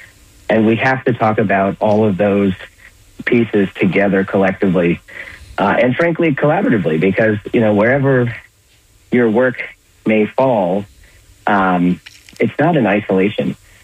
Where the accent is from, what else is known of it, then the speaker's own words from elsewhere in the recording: Florida, United States; I mean, I'm from Florida. I'm kind of fresh.